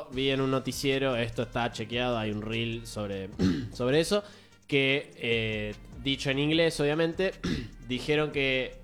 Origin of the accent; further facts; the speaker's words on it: Argentina; Y eso es algo que amo profundamente de mi país.